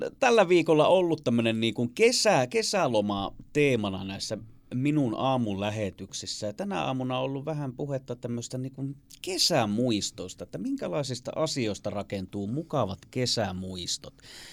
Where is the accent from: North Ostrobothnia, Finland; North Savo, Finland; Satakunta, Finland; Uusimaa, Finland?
Uusimaa, Finland; Helsinki; now in North Karelia, Finland; Mä oon siis itse Helsingistä kotosi ja mä aina kesäisin kävin täällä Pohjois-Karjalassa.